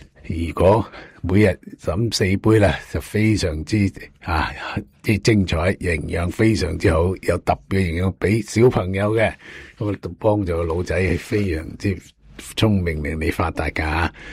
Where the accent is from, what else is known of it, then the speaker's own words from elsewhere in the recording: China; 咁所以呢我哋中国人呢就起码做咩都系一路一路去进步嘅